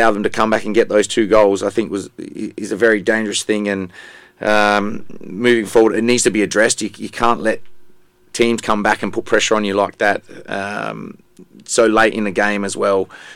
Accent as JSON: {"language": "English", "country": "Australia", "said": "being an Australian"}